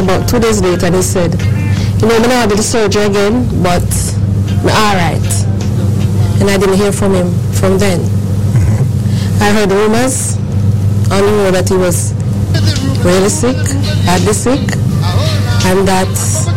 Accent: Portland, Jamaica; moved away; because I'm actually from Portland.

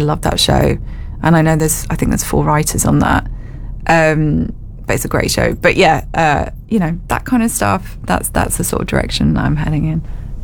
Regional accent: England, United Kingdom; moved away; because I am English

